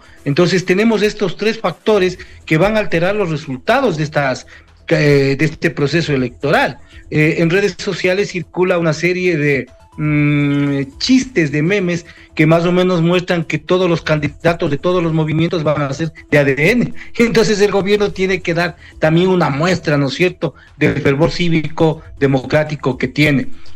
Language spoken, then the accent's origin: Spanish; Ecuador; desde afuera, ¿cómo nos ven a los ecuatorianos somos extremadamente gustosos de la política